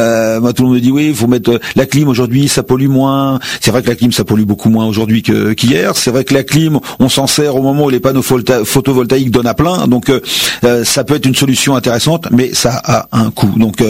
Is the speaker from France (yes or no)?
yes; Mériel, Île-de-France, France; moi, je suis un enfant du pays, hein, donc j'ai connu Mériel avec moitié moins d'habitants. J'ai joué dans la forêt quand j'étais petit.